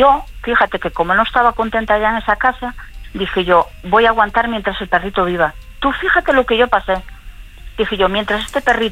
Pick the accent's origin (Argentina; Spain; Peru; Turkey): Spain; La Lanzada, Galicia; que yo soy de Galicia, de La Lanzada, no sé si conoces esta zona, que es muy bonita.